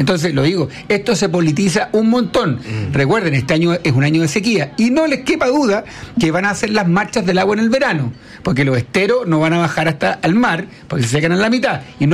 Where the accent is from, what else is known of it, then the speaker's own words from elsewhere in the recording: Huelquén, Santiago Metropolitan Region, Chile; born there; Me siento en Huelquén, mi pueblo natal.